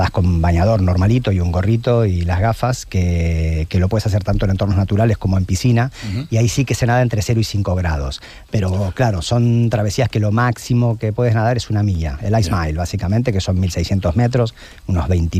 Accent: Argentina; me he cruzado el Río de la Plata y he venido de Uruguay a Argentina, ese mismo año me crucé el Canal de la Mancha. Claro, emocionalmente para mí, que siendo argentino es muy fuerte

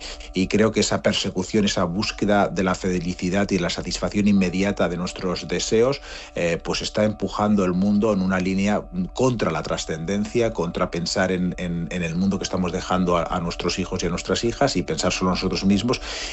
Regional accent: Chalamera, Aragon, Spain; now in Sweden; en mi caso, del siglo pasado, en los años 90, y en mi caso en la España rural. Así que el libro también es un trayecto geográfico y a través del tiempo entre un presente en Suecia, que es donde escribí esta novela, un pasado en mi pueblo, Chalamera

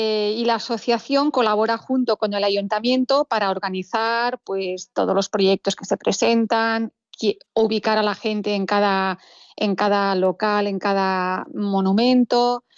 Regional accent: Girona, Catalonia, Spain; somos gente de Girona

